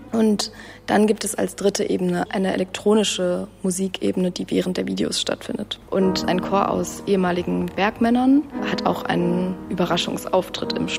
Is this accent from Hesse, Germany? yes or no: no; Freital, Saxony, Germany; Ich komme aus Freital, aus der Nähe von Dresden. Und auch in der Region war Bergbau extrem wichtig und ist genau gegenüber von meinem Kinderzimmerfenster steht ein Stahlwerk.